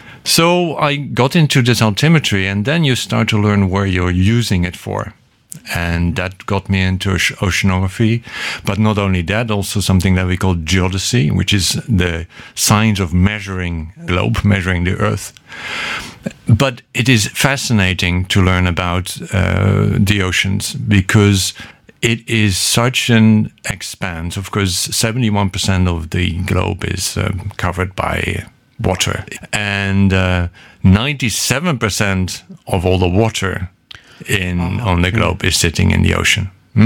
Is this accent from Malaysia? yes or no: no; The Hague, South Holland, Netherlands; born there; English is a second language; I was born in Den Haag, in the Netherlands, which mm-hmm. is right at the sea. So, lots of summers have been spent on the beach.